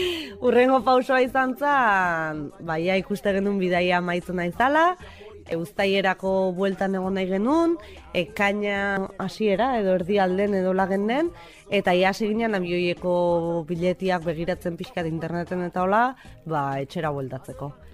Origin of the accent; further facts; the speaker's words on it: Villabona, Basque Country, Spain; eta bueno, Luisak esan duen bezala, Bilabonako gea bilok